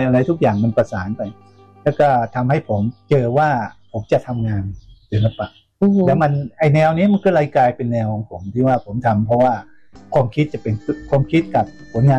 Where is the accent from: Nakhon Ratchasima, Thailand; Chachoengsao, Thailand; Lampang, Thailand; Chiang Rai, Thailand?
Chiang Rai, Thailand; นะครับเป็นศิลปินชาวเชียงรายโดยกำเนิดนะครับผมก็จบมาจากมศวประสานมิตร